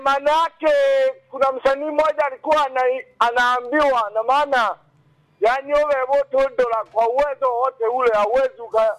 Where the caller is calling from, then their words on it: Nyamikoma, Simiyu, Tanzania; Natokea pande za Nyamikoma pale. Namsalimia sana.